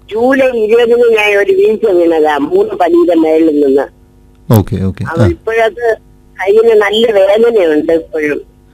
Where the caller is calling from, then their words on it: Peyad, Kerala, India; ഞാൻ പേയാട് നിന്നാണ്.